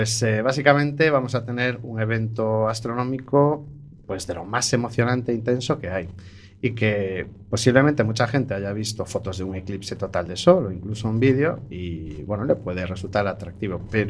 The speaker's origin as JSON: {"language": "Spanish", "town": "A Coruña", "region": "Galicia", "country": "Spain", "said": "No, no, porque soy coruñés."}